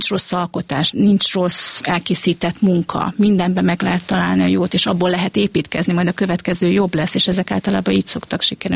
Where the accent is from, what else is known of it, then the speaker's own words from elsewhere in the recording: Szeged, Csongrád-Csanád, Hungary; born there; Igen, hát én Szegeden születtem